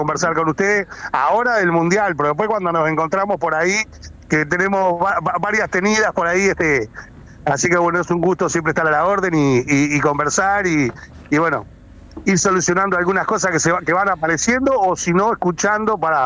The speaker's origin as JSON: {"language": "Spanish", "town": "Sauce", "region": "Canelones", "country": "Uruguay", "said": "Yo soy un carnicero de Sauce"}